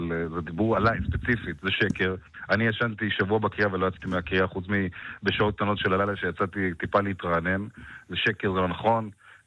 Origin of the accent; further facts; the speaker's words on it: Ashkelon, Southern District, Israel; אני אגב אשקלוני, גדלתי באשקלון